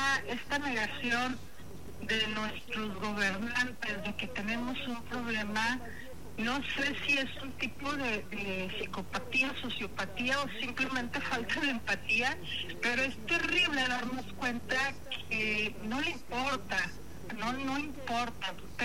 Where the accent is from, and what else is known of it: Mexico